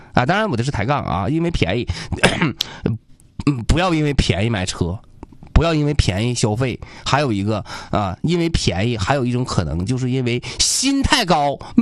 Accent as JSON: {"language": "Chinese", "town": "Changchun", "region": "Jilin", "country": "China", "said": "好歹咱也是长春人"}